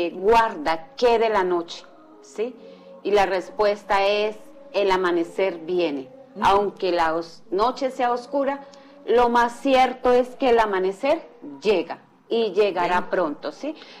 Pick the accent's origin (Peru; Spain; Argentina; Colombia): Colombia